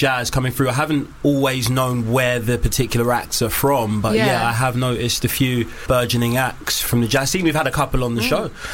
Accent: London, United Kingdom; You're one of those ends. I'm from Hackney, so I can relate.

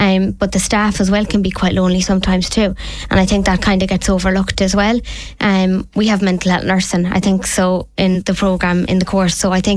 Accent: Ireland; And I think that's what spoke to me, was as Irish people, the first thing you say to someone is, how are you?

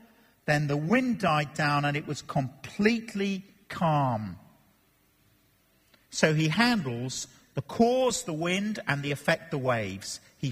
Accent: England, United Kingdom; I'm English

